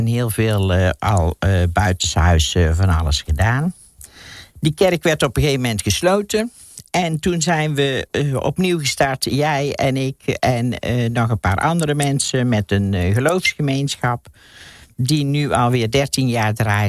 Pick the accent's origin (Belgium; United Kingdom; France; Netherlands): Netherlands; Helvoirt, North Brabant; zoals je al zei. En ik ben geboren en getogen in Helvoort. En ik ben intussen al 73 jaar oud.